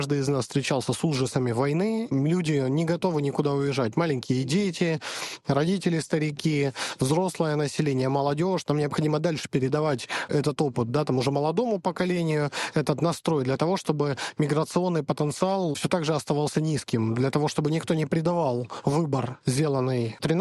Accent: Donetsk, Donetsk Oblast, Ukraine; Я сейчас говорю исключительно как житель Донецка, коренной житель Донецка в третьем поколении.

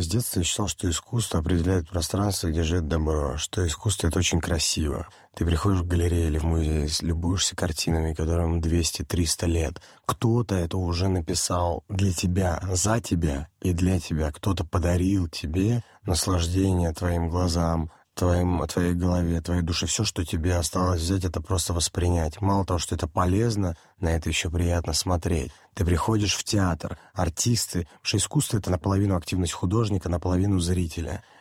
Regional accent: Moscow, Russia; как я вырос в Москве, на Бабушкинской

